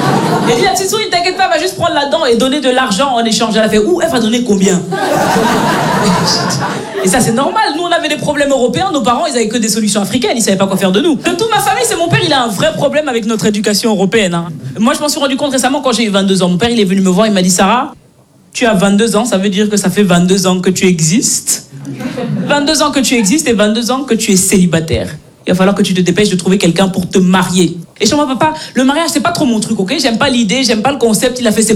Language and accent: French; Belgium; Moi je suis née et j'ai grandi en Belgique, mes parents sont nés, ils ont grandi au Cameroun.